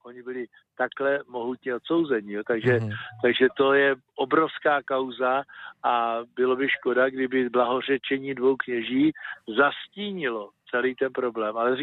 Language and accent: Czech; Moravské Budějovice, Vysočina Region, Czechia; Já to říkám, protože taky jsem tady doma, to je moje rodiště, já jsem absolvent stejného gymnázia v Moravských Budějovicích jako pater Bula